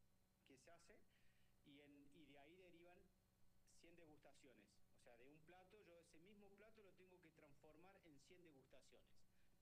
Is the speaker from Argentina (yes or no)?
yes; Córdoba, Argentina; born there; moved away as an adult; yo en realidad vengo de Córdoba, ¿bien? Yo soy nacido en Córdoba, hace 17 años que estoy acá.